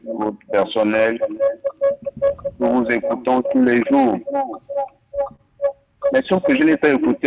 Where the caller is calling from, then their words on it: Gabon; Je suis Gabonais à 100%